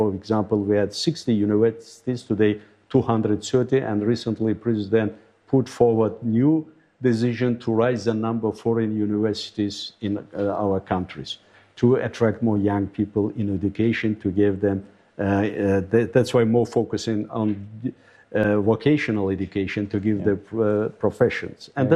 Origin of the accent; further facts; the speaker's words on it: Uzbekistan